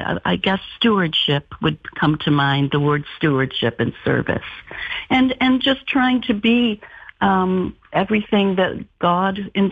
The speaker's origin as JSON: {"language": "English", "town": "Jamestown", "region": "New York", "country": "United States", "tie": "born or raised there", "moved": "yes"}